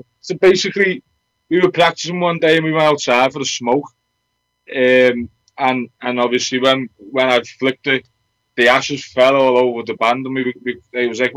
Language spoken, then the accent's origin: English; Liverpool, North West England, United Kingdom; So a lot of people from Liverpool like to say we're Scouse. We're not actually English, we're from Liverpool. We see ourselves as from Liverpool and then from England.